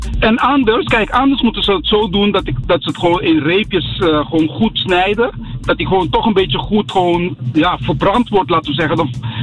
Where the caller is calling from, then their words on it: Curaçao; Ik kom van Curaçao.